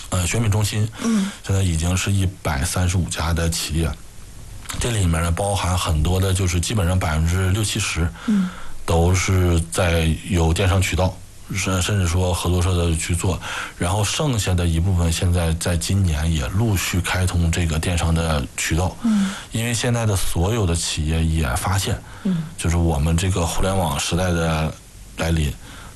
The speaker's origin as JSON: {"language": "Chinese", "town": "Hulunbuir", "region": "Inner Mongolia", "country": "China", "tie": "born or raised there", "said": "我们就是作为一个呼伦贝尔咱们土生土长家乡的"}